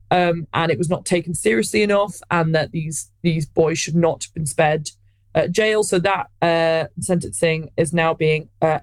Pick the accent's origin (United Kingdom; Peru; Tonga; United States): United Kingdom